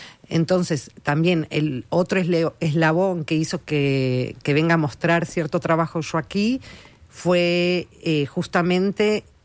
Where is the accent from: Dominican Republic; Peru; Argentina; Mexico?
Argentina; now in Uruguay; porque yo no vine de pequeña aquí a Uruguay, mira que estaba cerquita porque de pequeña estaba en Argentina